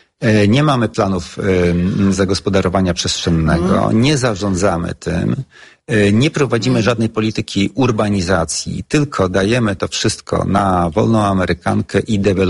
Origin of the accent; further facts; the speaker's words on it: Warmian-Masurian Voivodeship, Poland; now in Białołęka, Warsaw, Poland; Być może dlatego, że nie jestem z urodzenia nie tylko białołęczaninem, ale w ogóle warszawiakiem. Ja pochodzę z Mazur.